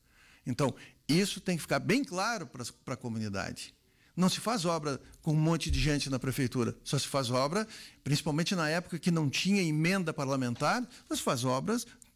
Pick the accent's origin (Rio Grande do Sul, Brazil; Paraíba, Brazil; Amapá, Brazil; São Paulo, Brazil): Rio Grande do Sul, Brazil; Santa Maria; now in Soledade, Brazil; Eu sou de Santa Maria, eu não sou cidadão soledadense.